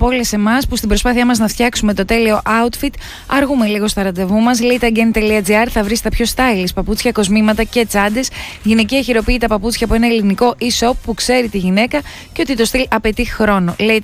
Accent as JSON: {"language": "Greek", "country": "Cyprus", "said": "και κατάγομαι από την Κύπρο. Είμαι 22 χρονών και είμαι φοιτητή στο Τεχνολογικό Πανεπιστήμιο Κύπρου."}